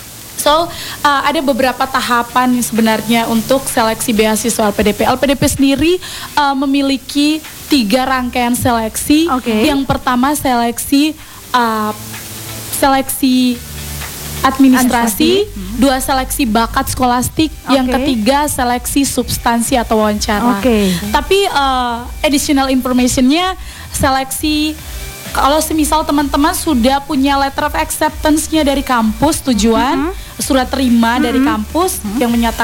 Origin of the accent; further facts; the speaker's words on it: Ende, East Nusa Tenggara, Indonesia; moved away as an adult; Asal saya dari ND, saya putri asli